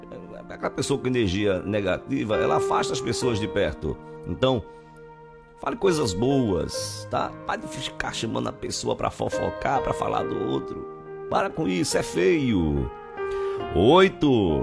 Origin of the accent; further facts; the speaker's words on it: Pernambuco, Brazil; also born or lived in João Pessoa; eu sou de Pernambuco